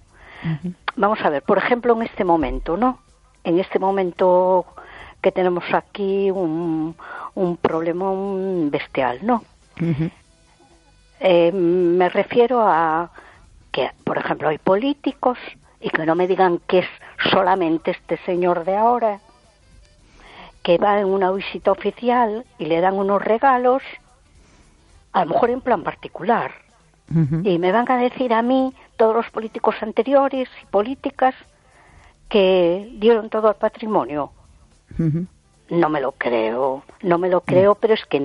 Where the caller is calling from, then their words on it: A Coruña, Galicia, Spain; de Coruña.